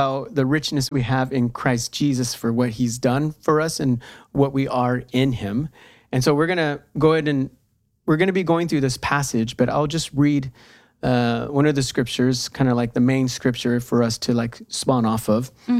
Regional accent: United States; from the U.S.

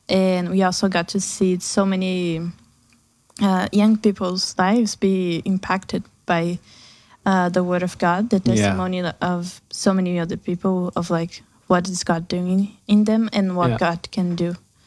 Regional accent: Brazil; I'm from Brazil.

